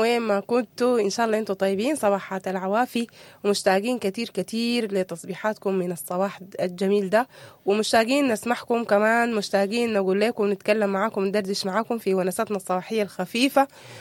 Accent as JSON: {"language": "Arabic", "country": "Sudan", "said": "هل إحنا كشعب سوداني في الوقت الجاي ده محتاجين نعرف أكتر"}